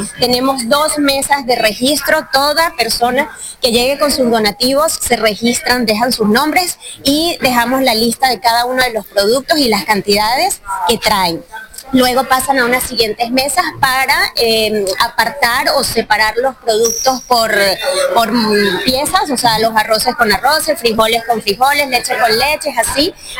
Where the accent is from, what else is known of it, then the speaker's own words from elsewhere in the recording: Venezuela; now in Yucatán, Mexico; no solamente somos venezolanos